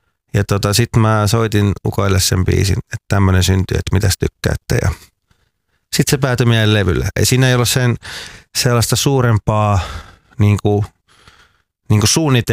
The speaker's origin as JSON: {"language": "Finnish", "town": "Hämeenkyrö", "region": "Pirkanmaa", "country": "Finland", "moved": "yes", "lives_now": "Tampere, Finland", "said": "ollaanko me sit kuitenkin Hämeenkyröstä sit kuitenkin, vaikka mä koen, että olen tamperelainen, tai sanotaanko, että me ollaan tamperelaistuttu"}